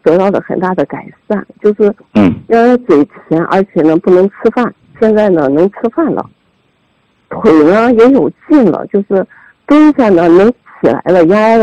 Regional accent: Jining, Shandong, China; born there; also born or lived in Anxi, Gansu; 我是76年8月20出生的。我出生在甘肃安溪，然后八九岁的时候跟着我母亲回到了济宁。

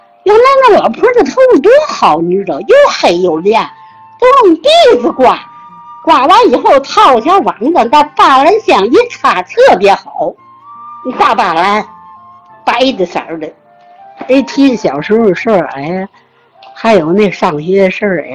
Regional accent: Tianjin, China; 因为我们是生在红桥，长在红桥。我们原来在北大馆这面，北门外，我们在北门外再大街南大街，我们也守着河边

